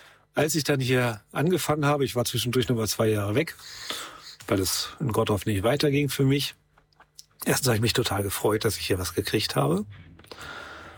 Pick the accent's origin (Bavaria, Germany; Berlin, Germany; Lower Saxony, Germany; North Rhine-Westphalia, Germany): Lower Saxony, Germany; Braunschweig; ich bin aufgewachsen in Braunschweig, also südliches Niedersachsen, da wo das Land gerade noch flach ist, bevor dann, man sieht schon die Berge am Horizont.